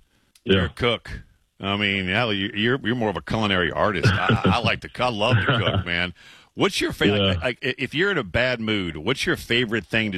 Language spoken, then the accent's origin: English; Louisiana, United States; I mean, you want red beans, you want gumbo. I'm from Louisiana.